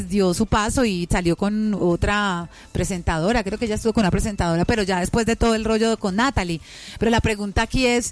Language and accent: Spanish; Colombia